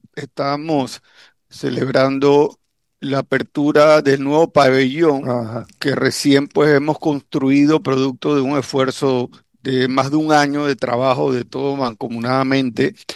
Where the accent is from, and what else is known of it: Panama